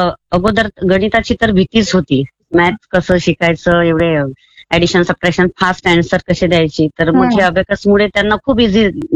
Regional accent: Maharashtra, India; हा माझं माहेर आणि सासर विदर्भातील गजानन महाराजचं शेगाव आहे, त्या भागातील आहे मी.

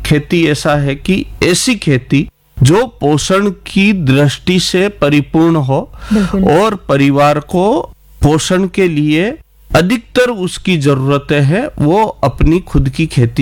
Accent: Rajasthan, India; हम जिस एरिया से आते हैं या हमारा जो वागड़ है हमारे यहाँ पे हर किसान की एवरेज अगर हम खेत देखेंगे तो मुश्किल से 4 बीघा 5 बीघा 6 बीघा मतलब हमारे पास ज्यादा जमीन नहीं है

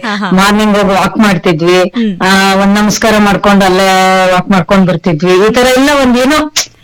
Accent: Bengaluru, Karnataka, India; moved away as an adult; now in Shivamogga, India; ನಾವು ಹುಟ್ಟಿದ್ದು ಬೆಂಗಳೂರು. ಬ್ಯಾಂಗ್ಳೂರಲ್ಲಿ ಹನುಮನ್ ನಗರ ಅಂತಿದೆ, ಹನುಮನ್ ನಗರ ಹತ್ರ ಭಾರತ ಮಾತಾ ವಿದ್ಯಾಮಂದಿರ ಅಂತ ಸ್ಕೂಲ್ ಇದೆ.

